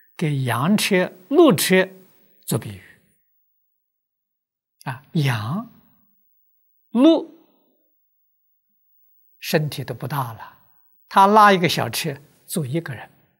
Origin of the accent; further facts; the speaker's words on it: Nanjing, Jiangsu, China; born there; 我小时候在南京念书啊